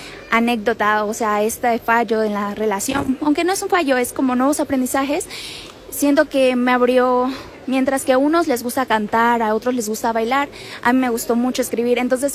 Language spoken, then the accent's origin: Spanish; Chetumal, Quintana Roo, Mexico; Bueno, soy de Chetumal, Quintana Roo. Vengo desde muy lejos para acá. Y muchas gracias. Tengo 23 años, no hace mucho recién cumplidos.